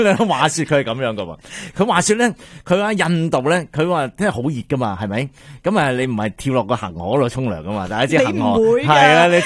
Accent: Canada; 咁其实我哋加拿大人都可以效法呢样嘢

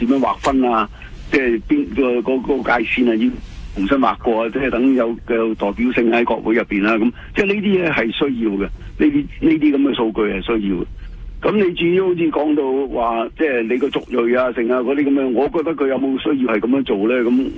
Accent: Hong Kong; now in Canada; 我哋香港人嚟到呢度

